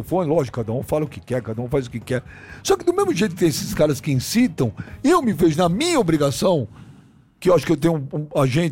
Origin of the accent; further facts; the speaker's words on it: Brazil; born there; Gente, eu nasci no Brasil, eu vou torcer pra quem, cara?